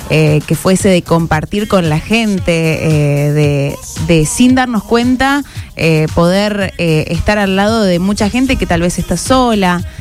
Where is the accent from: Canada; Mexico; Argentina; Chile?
Argentina; Pergamino, Buenos Aires Province; qué equipo de fútbol jugaba de la Liga de Pergamino, que es de donde soy yo